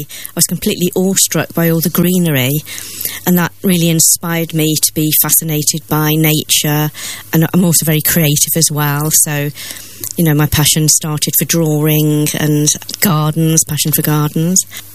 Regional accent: Birmingham, West Midlands, United Kingdom; Well, I was born in Birmingham in 1962

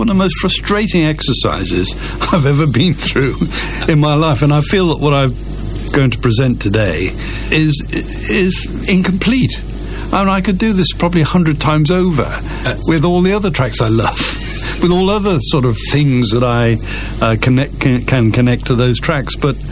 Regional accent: Ross-on-Wye, West Midlands, United Kingdom; it might have been Ross-on-Wye, I don't know, because that was my hometown

